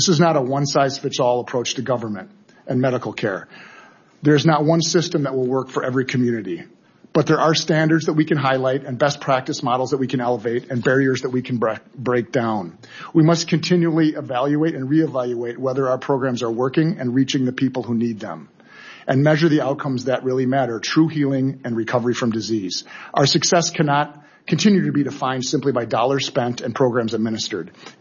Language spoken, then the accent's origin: English; Wisconsin, United States; Senator Baldwin from my home state of Wisconsin